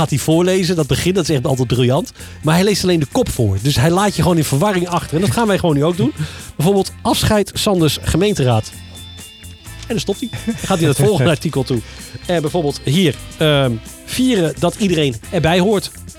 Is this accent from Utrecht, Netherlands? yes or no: yes; Amersfoort, Utrecht, Netherlands; maar we hebben natuurlijk ook Amersfoort, waar ik vandaan kom.